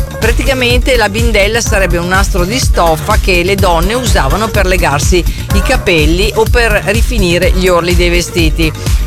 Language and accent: Italian; Veneto, Italy